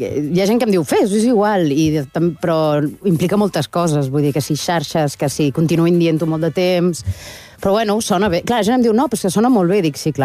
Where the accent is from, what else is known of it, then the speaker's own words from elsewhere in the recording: Barcelona, Catalonia, Spain; also born or lived in Oviedo; arribar aquí a Barcelona, a Catalunya, quan tenia un any. Llavors, lo d'Oviedo sempre és anecdòtic, però no sóc d'Oviedo, realment.